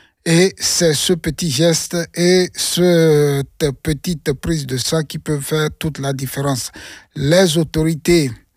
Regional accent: Belgium; Chez nous, en Belgique, c'est plusieurs milliers de nouveaux cas chaque année

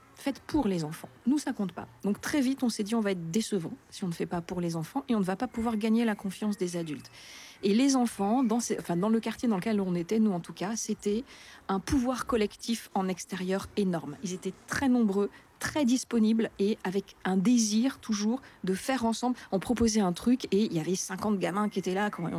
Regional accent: Clermont-Ferrand, Auvergne-Rhône-Alpes, France; je viens de Clermont-Ferrand en France.

